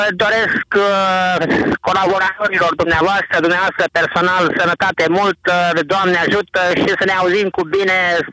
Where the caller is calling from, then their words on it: Novaci, Gorj County, Romania; sunt de la Novaci, este munte.